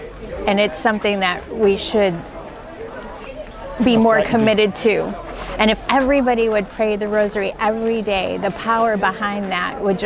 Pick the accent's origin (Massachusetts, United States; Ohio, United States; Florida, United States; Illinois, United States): Illinois, United States; Chicago; from Chicago, Illinois.